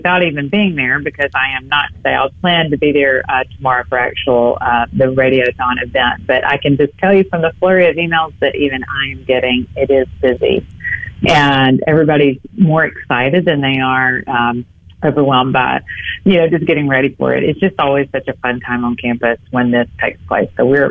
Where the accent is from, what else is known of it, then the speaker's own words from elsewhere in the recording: Columbus, Mississippi, United States; So my relationship with Palmer Home goes, I'm from Columbus. Palmer Home was just always there, right? It was just in our church's life.